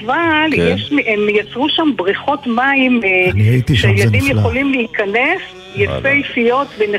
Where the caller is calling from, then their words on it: Northern District, Israel; עכשיו אני מגיעה לגליל העליון, שזה המגרש הביתי.